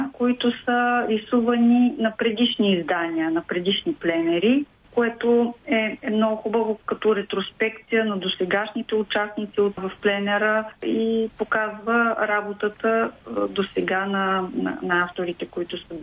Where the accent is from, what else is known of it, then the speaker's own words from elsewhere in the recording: Sozopol, Burgas Province, Bulgaria; И винаги преоткривам Созопол, моят роден град, през очите на художниците